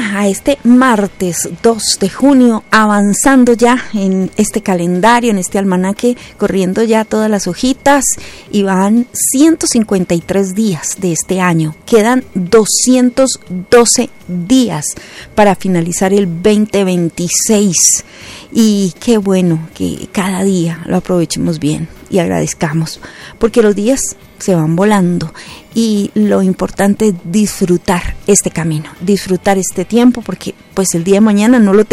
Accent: Fusagasugá, Cundinamarca, Colombia; born there; moved away; la bella ciudad jardín de Colombia, Fusagasugá, mi tierra natal

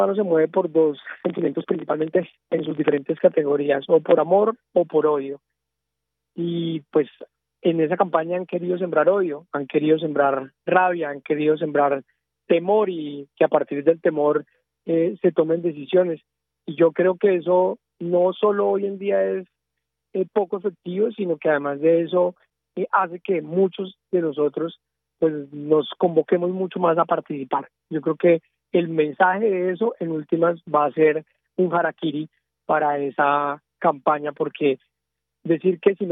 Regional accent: Colombia

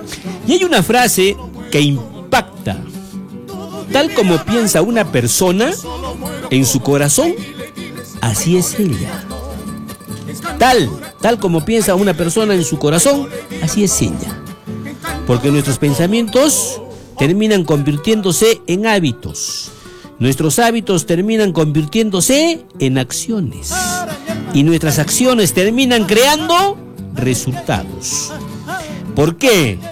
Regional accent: Arequipa, Peru

